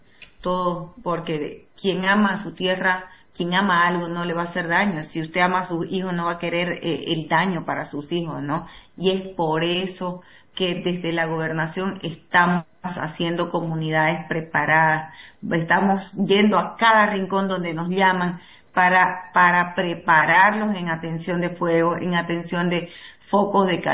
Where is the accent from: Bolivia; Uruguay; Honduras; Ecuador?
Bolivia; Y tenemos que cuidarla como bolivianos.